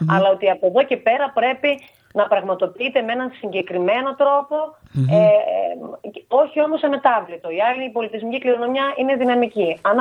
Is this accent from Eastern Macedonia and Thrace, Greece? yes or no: yes; Nea Vyssa, Eastern Macedonia and Thrace, Greece; στη Νέα Δύση, που είναι η πατρίδα μου και ήταν και ένα πολύ μεγάλο χωριό.